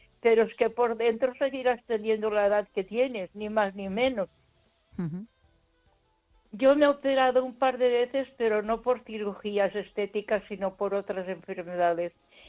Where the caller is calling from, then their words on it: Ponferrada, Castile and León, Spain; de Ponferrada.